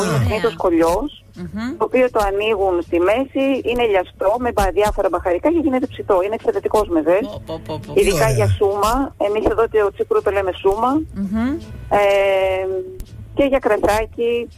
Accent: Naousa, South Aegean, Greece; Εγώ είμαι από την Άουσα

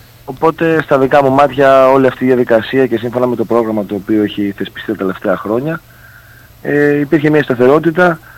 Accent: Greece; τα συναισθήματα που χαρακτηρίζουν και εμάς ως Έλληνες

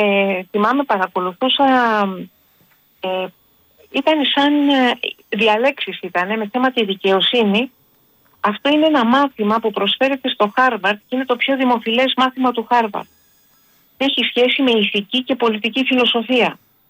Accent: Greece; born there; Ότι είμαστε τυχεροί που γεννηθήκαμε στην Ελλάδα. Και δεν γεννηθήκαμε στο Σουδάν.

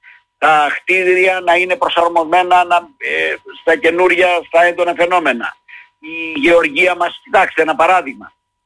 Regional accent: Perachori, Crete, Greece; Ναι, στο χωριό μου το λένε, ειδικά στο Περαχωρί.

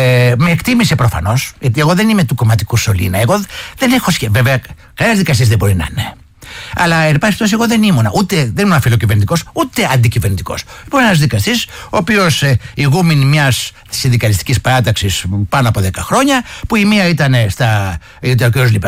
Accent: Thessaly, Greece; Από τη Θεσσαλία, που είμαι εγώ

